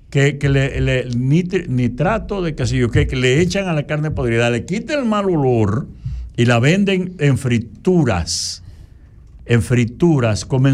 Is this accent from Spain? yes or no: no; Dominican Republic; somos los dominicanos